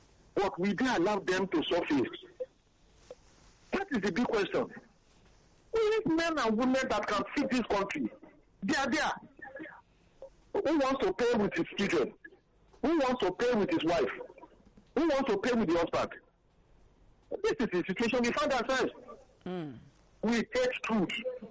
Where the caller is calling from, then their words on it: Kwara, Nigeria; I'm from Kwara State.